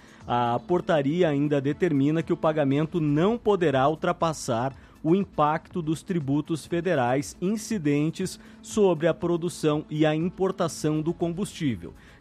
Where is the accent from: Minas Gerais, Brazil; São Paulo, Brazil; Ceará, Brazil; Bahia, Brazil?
São Paulo, Brazil; Assis; moved away; eu, por exemplo, sou do interior de São Paulo. A minha cidade de Assis foi fundada por conta da estrada de ferro Sorocabana.